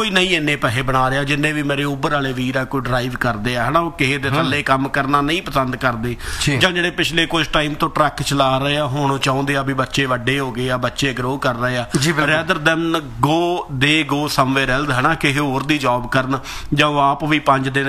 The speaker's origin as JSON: {"language": "Punjabi", "town": "Patti", "region": "Punjab", "country": "India", "moved": "yes", "said": "ਮੈਂ ਪੱਟੀ ਤੋਂ ਬਿਲੋਂਗ ਕਰਦਾ ਜੀ"}